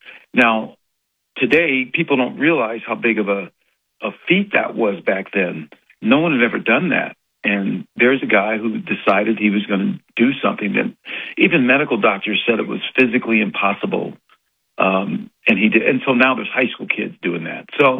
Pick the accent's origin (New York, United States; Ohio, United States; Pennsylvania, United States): Ohio, United States; Cleveland; born there; also born or lived in Chardon, Ohio; Growing up in Cleveland, it was the city, all that. But after sixth grade, my parents bought this farm in Chardon